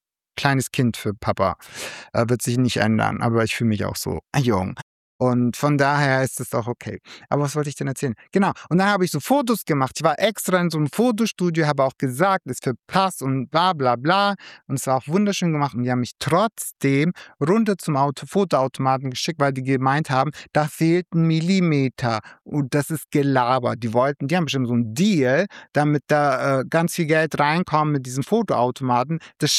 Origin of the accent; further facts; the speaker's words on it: Germany; born there; zwar geboren in Deutschland